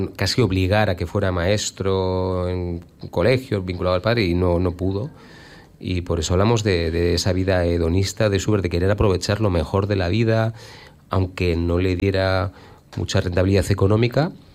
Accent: Basque Country, Spain; Soy vasco, vengo del mundo coral, he cantado mucho en coros

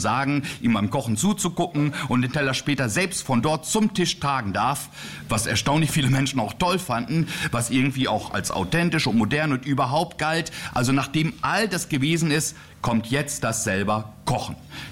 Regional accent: Lower Saxony, Germany; So wie es eben aus meiner Kindheit in Niedersachsen kenne.

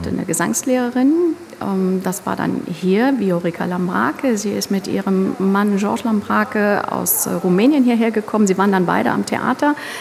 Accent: Kaiserslautern, Rhineland-Palatinate, Germany; born there; Ich wusste nicht, wie brisant dieser Ort ist, denn als dann das alte Pfalztheater im Zuge dieser Aushubarbeiten für die Mall abgerissen wurde und der Boden aufgemacht wurde, kam ja raus, da war eine Weltkriegsbombe. Also ich habe einen sehr brisanten Platz gehabt zum Aufwachsen.

